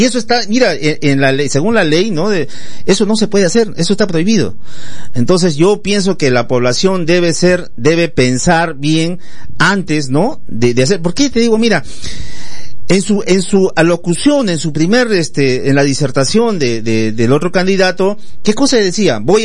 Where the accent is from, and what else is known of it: Tacna, Peru